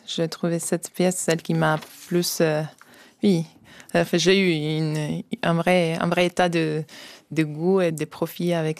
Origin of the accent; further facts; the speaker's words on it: Argentina; Notamment, il y a vraiment toute une tradition aussi chez moi en Argentine et avec les bandoneons